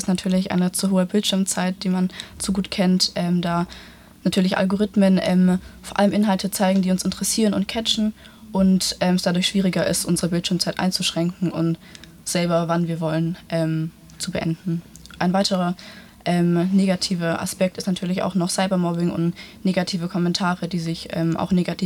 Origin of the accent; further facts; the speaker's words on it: Tübingen, Baden-Württemberg, Germany; ich bin 18 und ich komme auch aus Tübingen.